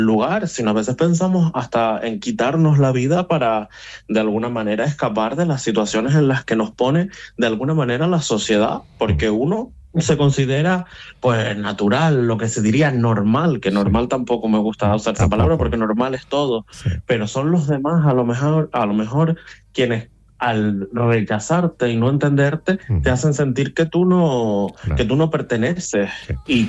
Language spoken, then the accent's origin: Spanish; Canary Islands, Spain; desde aquí, desde las islas, pues ultraperiféricas que somos Canarias